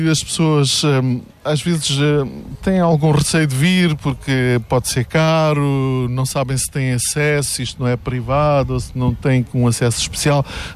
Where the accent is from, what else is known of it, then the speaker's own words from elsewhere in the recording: Faro, Algarve, Portugal; born there; nasci em Faro, mas os meus verões desde, sei lá, muito, muito novo, foram passados aqui sempre. Nós passávamos aqui nessa altura 4 meses.